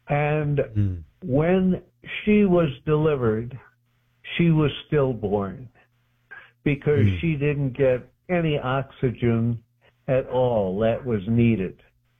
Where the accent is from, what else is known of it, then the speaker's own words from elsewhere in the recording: Milwaukee, Wisconsin, United States; my hometown, Milwaukee, Wisconsin.